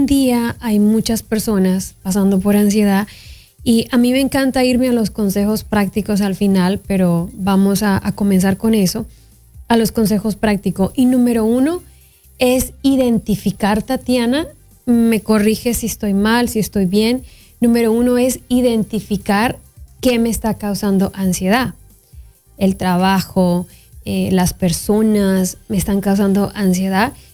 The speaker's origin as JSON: {"language": "Spanish", "country": "Honduras", "said": "Saben que yo soy de Honduras, pero tengo familia por parte de mi papá en Guatemala."}